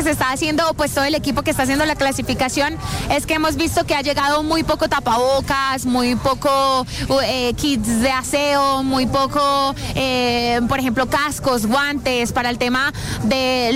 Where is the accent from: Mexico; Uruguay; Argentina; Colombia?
Colombia